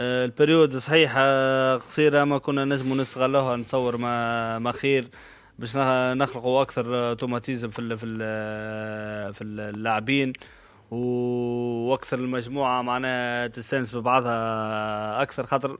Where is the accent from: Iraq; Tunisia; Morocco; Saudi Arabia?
Tunisia; احنا منتخب تونسي